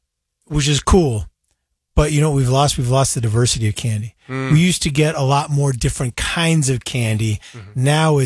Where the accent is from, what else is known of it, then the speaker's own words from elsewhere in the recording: Salt Lake City, Utah, United States; maybe this is just me defending my hometown, but when I saw this safehome.org promoting Salt Lake as one of the five most dangerous places to trick or treat